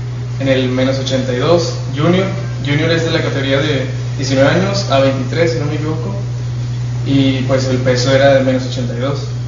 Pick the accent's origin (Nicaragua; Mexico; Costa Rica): Mexico; Palau, Coahuila; also born or lived in Piedras Negras; Nací en Piedras Negras, pero crecí aquí en Palau.